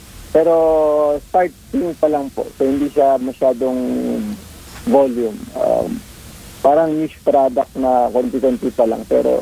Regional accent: Hungduan, Cordillera Administrative Region, Philippines; umuwi ako sa amin sa Hungduan kasi originally po sa Hungduan ako.

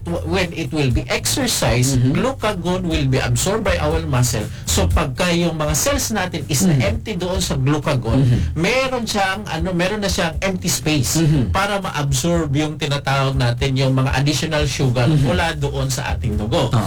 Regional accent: Mindanao, Philippines; moved away; Doon sa amin sa Mindanao

